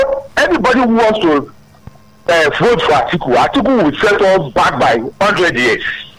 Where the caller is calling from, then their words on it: Abule Ogba, Lagos, Nigeria; Yeah, good morning. … I'm speaking from Abule Ogba.